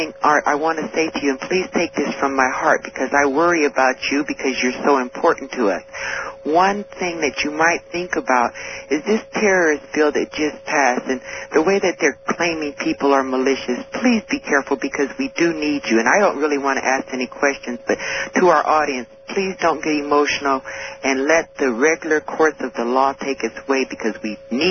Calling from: Oakland, California, United States; I'm calling from Oakland.

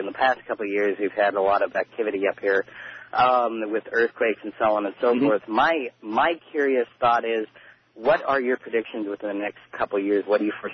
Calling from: Yakima, Washington, United States; I'm calling from Yakima

